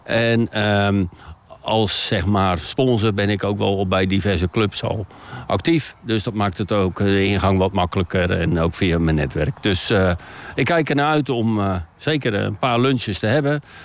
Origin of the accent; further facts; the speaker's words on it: Rijnsburg, South Holland, Netherlands; also born or lived in Kampen / Katwijk; now in Noordwijk, Netherlands; Ik ben in Rijnsburg opgegroeid. Ik ben niet in Rijnsburg geboren, maar wel een echte ui. En dat is omdat ik in Kampen ben geboren. Dus dan ben je kamper ui. Ik heb jarenlang, 20 jaar nu, in Katwijk gewoond.